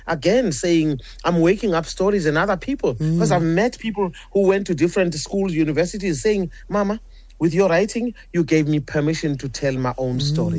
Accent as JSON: {"language": "English", "town": "Durban", "region": "KwaZulu-Natal", "country": "South Africa", "tie": "born or raised there", "said": "wouldn't that be amazing to have a whole street like that in Durban, in my hometown?"}